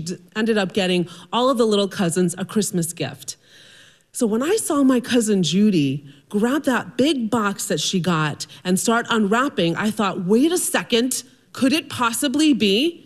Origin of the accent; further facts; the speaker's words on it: Palestine; I would get asked, but … where are you really from? And I would say, that was confusing. I would say, I'm Palestinian. My parents are from Palestine